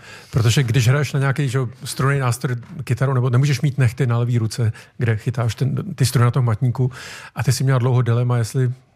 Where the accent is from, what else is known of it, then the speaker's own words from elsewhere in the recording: Beroun, Central Bohemian Region, Czechia; Já jsem z Berouna, my v Berouně máme svoji základní uměleckou školu